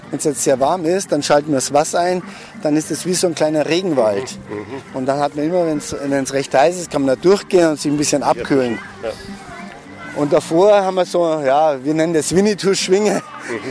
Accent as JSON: {"language": "German", "town": "Tüßling", "region": "Bavaria", "country": "Germany", "said": "Ich komme aus Tüßling, das ist bei Altötting."}